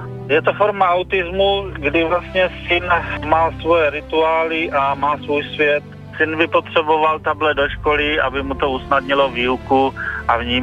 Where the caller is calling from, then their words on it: Hodonín District, South Moravian Region, Czechia; jsem z Hodonínska.